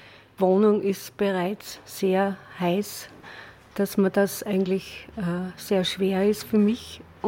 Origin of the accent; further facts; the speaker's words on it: Austria; Ich merke halt, die Klimaerwärmung ist schon sehr spürbar bei uns in Österreich.